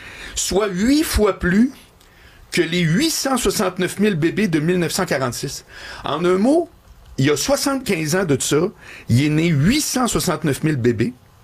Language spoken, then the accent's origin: French; Quebec, Canada; accent: Gaspésie; Ben, parce que, oui, j'ai un accent de Gaspésie.